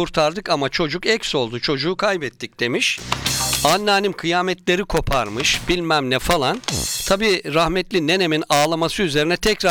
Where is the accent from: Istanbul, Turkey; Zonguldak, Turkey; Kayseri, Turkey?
Zonguldak, Turkey; born there; karlı bir Zonguldak sabahında dünyaya gelmişim. Saat 6 civarında rahmetli nenem demişti. Devlet Hastanesi, Site Devlet Hastanesi'nde dünyaya gelmişim. 17 Mart 1965